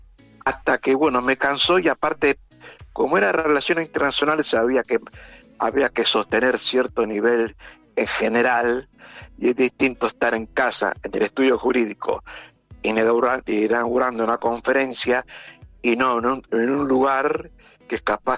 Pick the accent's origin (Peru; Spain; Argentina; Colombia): Argentina; Y me dice, ¿de dónde eres? De Argentina. Bueno, pero hay muchos argentinos en el ejército israelí. No, soy argentino y turista.